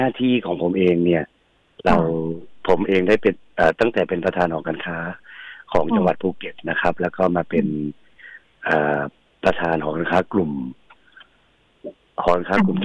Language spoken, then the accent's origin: Thai; Phang Nga, Thailand; now in Phuket, Thailand; ผมบ้านเกิดเป็นคนจังหวัดพังงาครับ